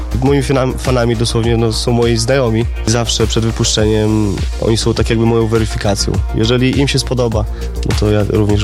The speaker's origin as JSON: {"language": "Polish", "town": "Włodawa", "region": "Lublin Voivodeship", "country": "Poland", "said": "bo ja z Włodawy pochodzę"}